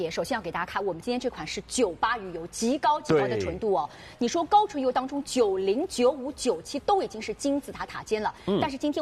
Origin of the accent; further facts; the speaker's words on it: China; 因为告诉大家，我们中国人哦， 一日三餐从饮食当中摄取到的欧米伽三微乎其微